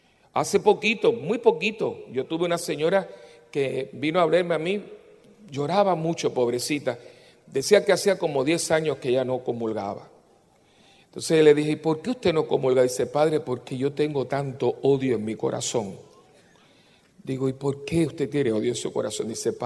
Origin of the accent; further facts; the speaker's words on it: Cuba; born there; pero por ejemplo yo nací en Cuba, ¿no?